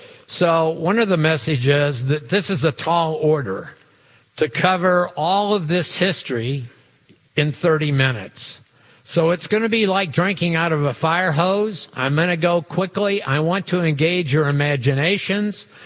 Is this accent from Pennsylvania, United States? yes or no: no; Missouri, United States; I grew up in the Missouri Burnt District.